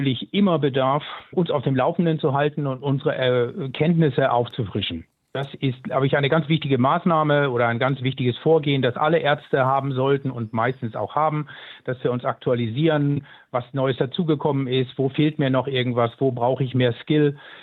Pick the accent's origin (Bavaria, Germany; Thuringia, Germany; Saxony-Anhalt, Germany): Bavaria, Germany; Würzburg; Ich bin Würzburger